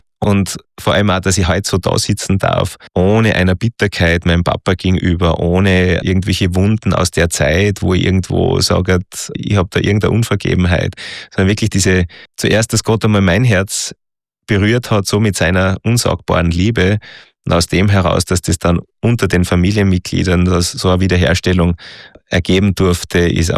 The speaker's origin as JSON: {"language": "German", "country": "Austria"}